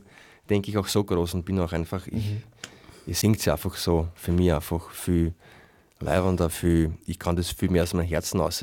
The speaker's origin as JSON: {"language": "German", "region": "Burgenland", "country": "Austria", "moved": "yes", "lives_now": "Berg, Austria", "said": "Naja, ich bin ja eigentlich aus KC. Das heißt, ich komme aus dem Burgenland, wohne jetzt seit 17 Jahren eine Ortschaft weiter. Das ist ein Berg, das ist in Niederösterreich. Das heißt, eigentlich bin ich sozusagen burgenländischer Niederösterreicher."}